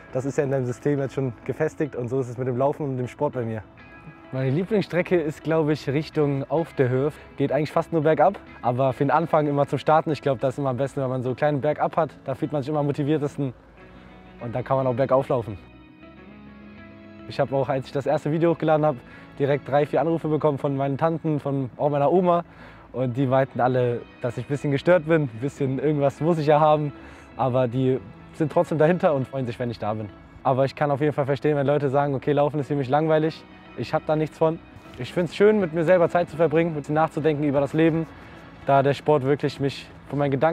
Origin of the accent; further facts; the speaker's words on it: Kosovo; Ich komme ja selber aus dem Kosovo, meine Eltern sind dort geboren.